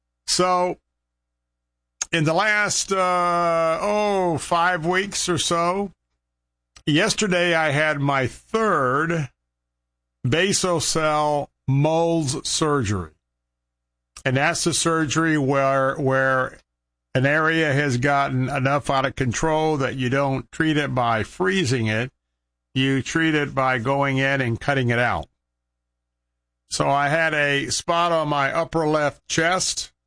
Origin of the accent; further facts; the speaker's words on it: Tampa, Florida, United States; I was born and raised here in Tampa.